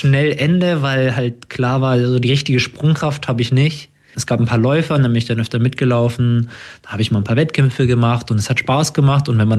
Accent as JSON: {"language": "German", "country": "Germany", "tie": "born or raised there", "said": "Es ist ein ganz kleiner Verein in meiner Heimat. Also ich komme aus Kolmberg"}